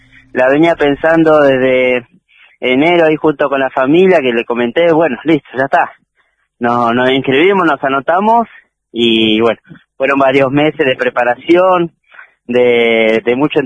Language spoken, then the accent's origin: Spanish; Río Mayo, Chubut, Argentina; los dos somos de Río Mayo, crecimos juntos, entrenábamos juntos